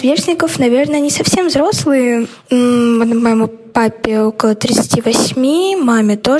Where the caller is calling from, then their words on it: Moscow, Russia; мне 14, я из Москвы.